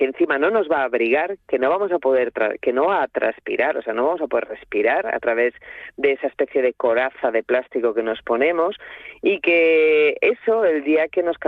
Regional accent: Gijón, Asturias, Spain; now in León, Spain; Te digo aquí porque yo vivo en León, aunque soy de Gijón, del barrio del Molinón.

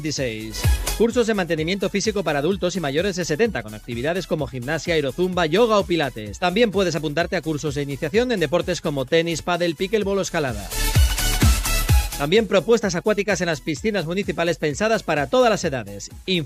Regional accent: Asturias, Spain; Yo creo que tú vas por España y dices, soy asturiano, y todo el mundo, ah, qué bien, no sé qué.

